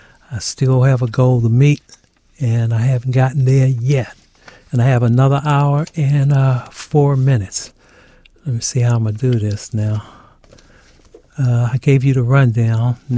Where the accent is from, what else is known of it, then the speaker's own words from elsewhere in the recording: Washington, District of Columbia, United States; growing up on Capitol Hill.